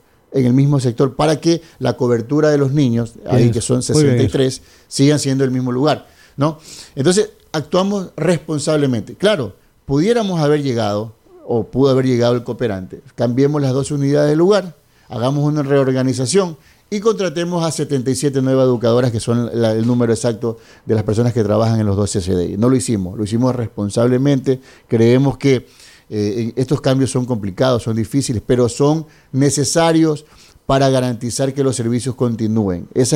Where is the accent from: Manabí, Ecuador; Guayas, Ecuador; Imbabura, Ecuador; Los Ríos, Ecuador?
Manabí, Ecuador; Manta; born there; now in Jaramillo, Ecuador; yo soy nacido en Manta y tengo domicilio electoral en Jaramillo